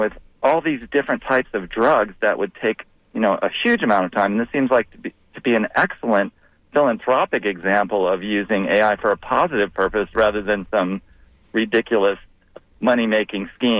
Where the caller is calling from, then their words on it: Tampa, Florida, United States